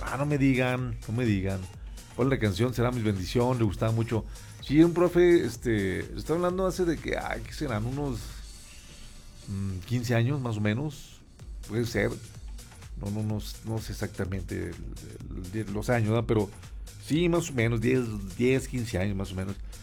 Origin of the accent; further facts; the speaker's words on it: Sain Alto, Zacatecas, Mexico; pues soy profe, soy de Sainalto. Y ya, ándale, se me ocurrió decirle, más bien de Sain Bajo, ¿no?